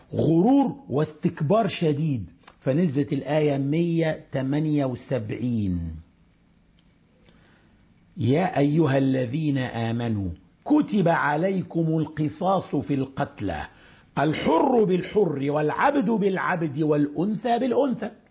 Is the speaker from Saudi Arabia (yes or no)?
no; Upper Egypt, Egypt; زي عندنا في الصعيد كده وقوم ضربه بالفرد وموته